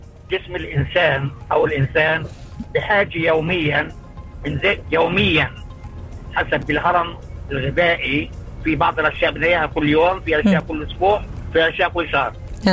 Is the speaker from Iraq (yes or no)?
no; Palestine